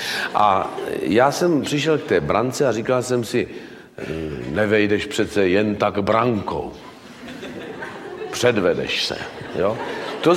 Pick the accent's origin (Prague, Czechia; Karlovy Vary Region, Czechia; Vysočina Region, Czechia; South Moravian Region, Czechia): Vysočina Region, Czechia; Třebíč; kterou jsme jeli po Třebíči po mém rodném městě